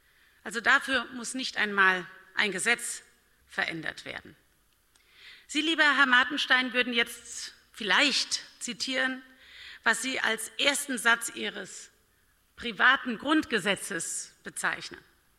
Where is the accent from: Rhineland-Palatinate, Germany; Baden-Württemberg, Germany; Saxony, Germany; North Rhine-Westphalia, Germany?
Rhineland-Palatinate, Germany; Bad Kreuznach; bin Rheinland-Pfälzerin, komme von der nahe Bad Kreuznach. Und das ist meine Geburtsstadt